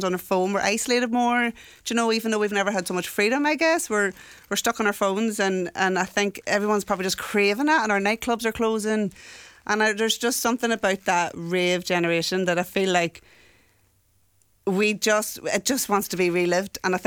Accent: Belfast, Northern Ireland, United Kingdom; Yeah, I'm up from West Belfast, so would have popped down to the Definition and stuff like that.

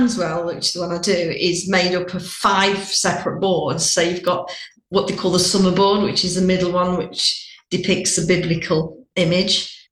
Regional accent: Tissington, East Midlands, United Kingdom; Well, I was brought up in Tizington

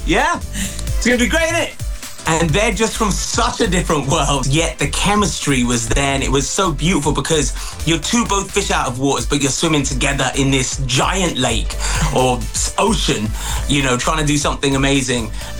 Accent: London, United Kingdom; I'm this guy from London who speaks like this.

